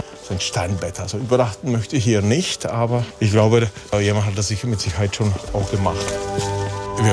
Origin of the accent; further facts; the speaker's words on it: Lomnice nad Popelkou, Liberec Region, Czechia; also born or lived in Turnov; Ich bin keine 14 Kilometer von hier aufgewachsen und keine 7 Kilometer in der Tat von hier geboren in Turnow, aufgewachsen in Lomnica nad Pop